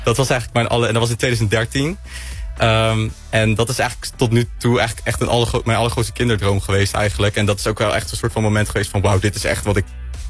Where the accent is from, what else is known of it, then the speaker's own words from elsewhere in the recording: Leimuiden, South Holland, Netherlands; Ik kom uit Leimuiden. Dat niet te verwarren met IJmuiden. Maar het is van een klein dorpje. Het ligt een beetje boven Alphen aan de Rijn onder Schiphol.